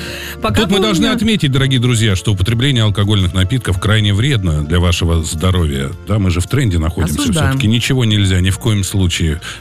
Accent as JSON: {"language": "Russian", "region": "Moscow", "country": "Russia", "tie": "born or raised there", "also_born_or_lived": "Saint Petersburg", "said": "Я 5 лет прожил в этом городе. Это фактически моя вторая малая родина. До сих пор многие люди думают, что я из Питера, хотя коренной москвич."}